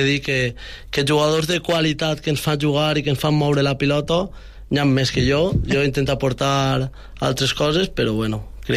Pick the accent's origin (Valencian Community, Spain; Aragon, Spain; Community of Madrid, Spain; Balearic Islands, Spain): Valencian Community, Spain; Bocairent; moved away as an adult; also born or lived in L'Olleria / Catalonia; yo soy de Bocairent, tota la vida he jugat al meu poble